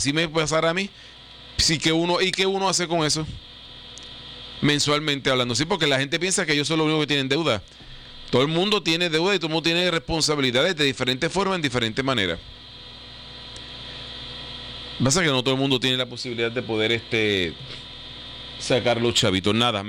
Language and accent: Spanish; Puerto Rico; yo no quiero ver a mi pueblo, a mi país, a mi gente con necesidades de alimentación